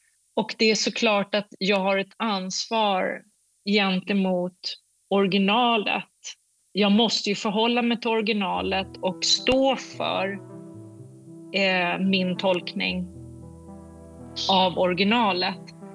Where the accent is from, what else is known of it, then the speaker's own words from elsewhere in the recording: Sweden; Jag är en svensk kvinna.